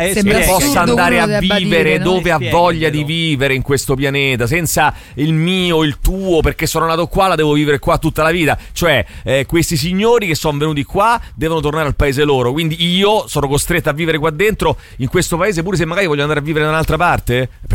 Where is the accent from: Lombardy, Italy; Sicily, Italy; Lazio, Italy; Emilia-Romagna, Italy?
Lazio, Italy; Rome; now in Marche, Italy; io che sono romano ma vivo 20 anni nelle Marche, poi devo tornare a vivere a Roma?